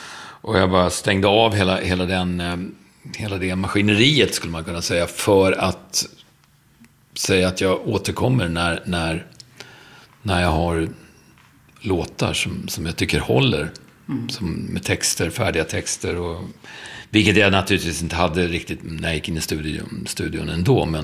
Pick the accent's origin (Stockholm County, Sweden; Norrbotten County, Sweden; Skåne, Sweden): Stockholm County, Sweden; Stockholm; Stockholm är min hemstad.